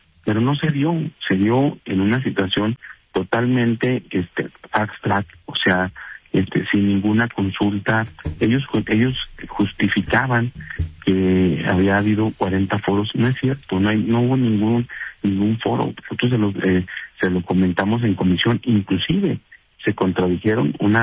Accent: Durango, Mexico; yo soy originario de Durango.

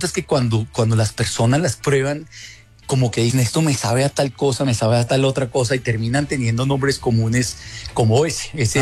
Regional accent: Colombia; uno como colombiano

